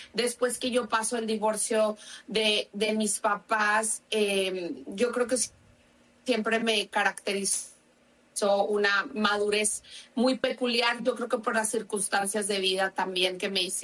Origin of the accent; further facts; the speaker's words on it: Monterrey, Nuevo León, Mexico; moved away as an adult; also born or lived in Spain; now in United States; Yo pensaba que mi vida iba a ser en Monterrey, de donde soy, que iba a poder ahí desarrollarme en el área de psicología